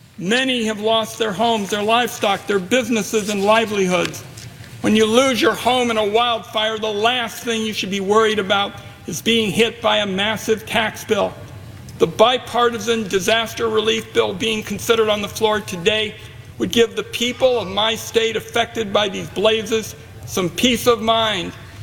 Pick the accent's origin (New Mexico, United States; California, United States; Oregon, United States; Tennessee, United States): Oregon, United States; Earlier this week, my home state set a new devastating record. Over 2 million acres in Oregon have burned in wildfires across our state this summer.